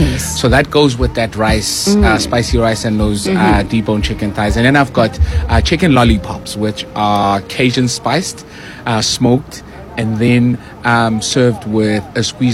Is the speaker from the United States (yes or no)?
no; Johannesburg, Gauteng, South Africa; I come from Alex.